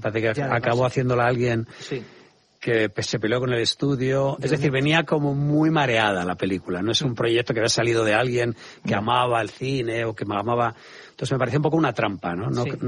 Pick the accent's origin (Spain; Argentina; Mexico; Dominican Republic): Spain